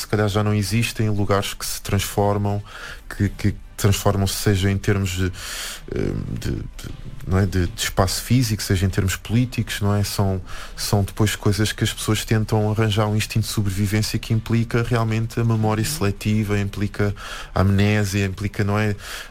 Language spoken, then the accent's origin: Portuguese; Cova da Moura, Lisbon, Portugal; born there; Ela, não, a minha família é da Somada, okay. Eu nasci na Cova da Moura.